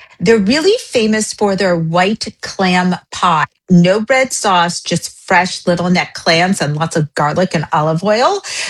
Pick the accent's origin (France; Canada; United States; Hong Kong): United States; I grew up in New York, New Jersey slice